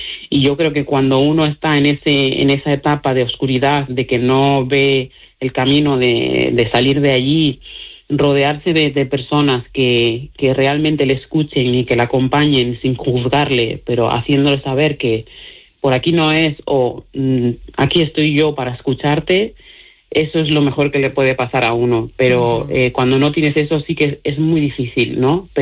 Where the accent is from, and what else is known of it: Mali; Spanish is a second language; now in Spain